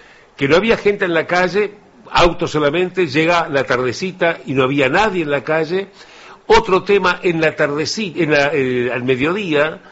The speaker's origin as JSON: {"language": "Spanish", "country": "Uruguay", "said": "Éramos dos uruguayos que estamos perdidos en Miami"}